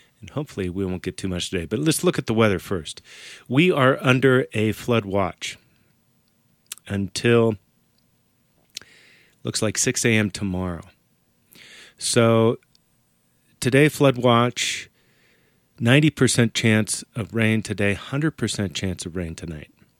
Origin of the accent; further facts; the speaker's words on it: California, United States; I grew up in California where we definitely had landslides.